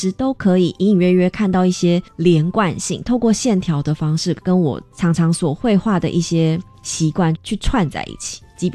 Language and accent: Chinese; Taiwan; also born or lived in United States; 我在台湾虽然出生在美国，学习的很长一段时间是台湾，然后我家人也是台湾，在台湾土生土长的台湾人。